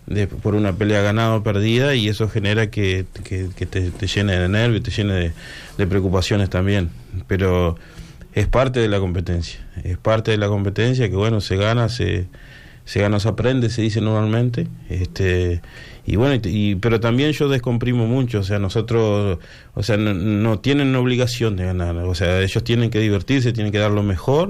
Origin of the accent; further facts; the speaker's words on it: Uruguay; somos uruguayos y lo más importante es el fútbol